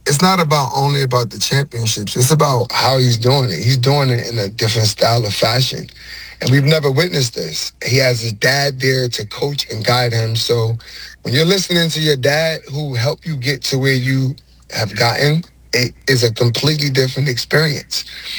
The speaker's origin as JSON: {"language": "English", "region": "New York", "country": "United States", "tie": "born or raised there", "said": "I'm from New York, whole life."}